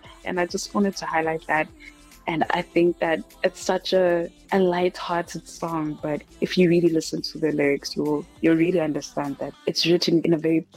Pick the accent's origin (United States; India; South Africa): South Africa; I'm also from South Africa, where I'm from.